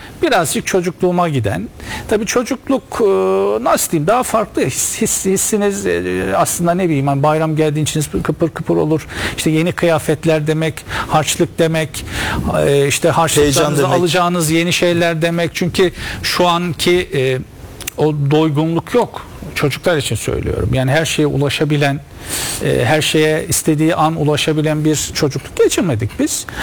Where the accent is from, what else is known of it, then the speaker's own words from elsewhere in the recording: Rize, Turkey; Yani ben hocam söyledi, köyde büyüdüm ben. 13 yaşıma kadar köyde yaşadım.